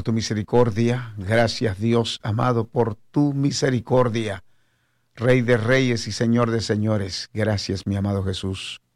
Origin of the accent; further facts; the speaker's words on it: Guatemala; now in United States; por supuesto, mi Guatemala.